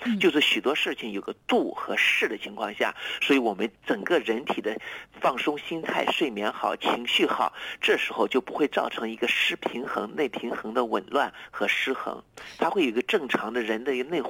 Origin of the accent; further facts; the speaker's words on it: China; 我们中国人